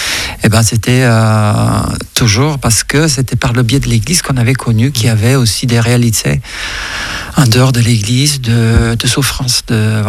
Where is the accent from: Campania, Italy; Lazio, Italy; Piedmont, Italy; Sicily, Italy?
Sicily, Italy; French is a second language; moved away as an adult; also born or lived in Florence; c'est la Sicile. Je viens de Sicile.